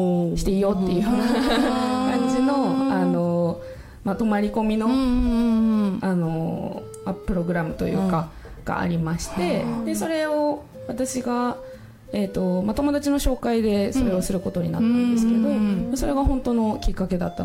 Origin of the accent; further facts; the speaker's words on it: Hyogo, Japan; moved away as an adult; also born or lived in Nara Prefecture / Tokyo; now in Kagawa, Japan; 奈良県で生まれて兵庫県で育ってます、で今香川県の地域おこし協力隊として